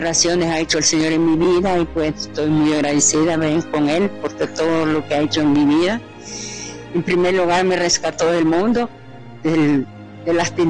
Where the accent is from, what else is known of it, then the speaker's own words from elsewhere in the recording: Campo Cielo, Comayagua, Honduras; Campo Cielo, Comayagua.